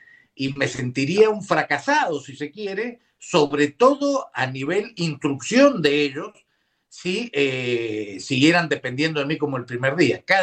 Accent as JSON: {"language": "Spanish", "region": "Mendoza", "country": "Argentina", "said": "No somos genios los mendocinos. Yo me enorgullezco mucho de ser mendocino, soy mendocinista, si se quiere, pero una es que vivimos en un desierto. Esto es un desierto, no es árido, no es un clima seco, es un desierto. Acá llueve 160 milímetros"}